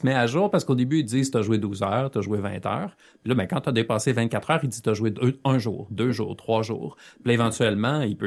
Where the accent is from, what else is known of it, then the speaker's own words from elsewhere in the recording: Quebec City, Quebec, Canada; moved away as an adult; now in Montreal, Canada; je viens de la ville de Québec. Donc, c'est là qu'on s'est rencontrés avant d'emménager dans la grande métropole.